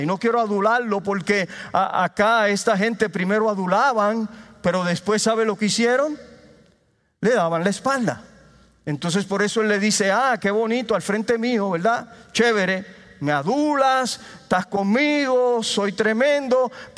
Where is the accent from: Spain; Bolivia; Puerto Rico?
Puerto Rico; Caguas; Yo estoy convencido que a mi pueblo Caguas Dios haya traído esta iglesia